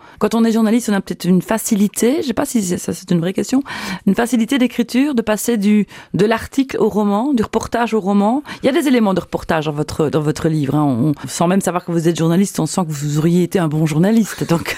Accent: Liège, Wallonia, Belgium; Je trouve qu'elle donne envie de lire le livre, pas uniquement parce qu'on est liégeois.

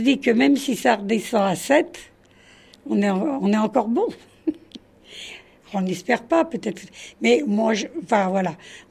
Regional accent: Paris, Île-de-France, France; now in Île de Ré, France; quand on arrive sur l'île de Ré, comme moi je suis parisienne

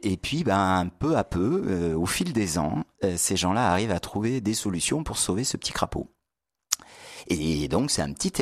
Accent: Avignon, Provence-Alpes-Côte d'Azur, France; born there; moved away; Moi, je suis né à Avignon.

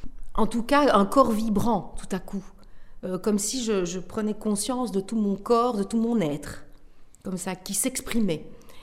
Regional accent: Verviers, Wallonia, Belgium; je suis née à Verviers, oui. Comme

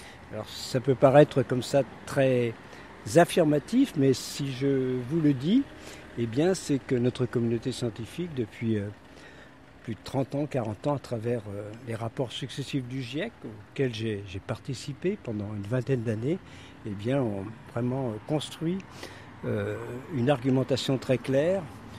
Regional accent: Janzé, Brittany, France; Mes parents étaient agriculteurs, donc je suis né à Janzé, donc une ville qui à l'époque avait 4500 habitants, maintenant il y en a 9000.

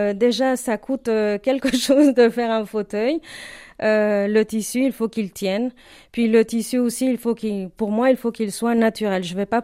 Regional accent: Morelos, Mexico; French is a second language; moved away; alors moi, je viens de Morelos, qui est un état au centre du Mexique.

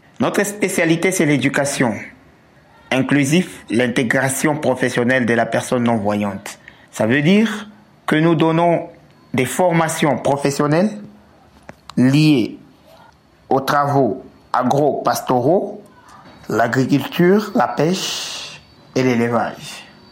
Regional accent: Kolwezi, Lualaba, DR Congo

